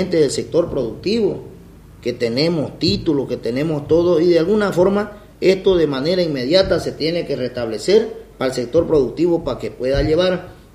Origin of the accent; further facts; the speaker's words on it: Bolivia; nos tratan como bolivianos de segunda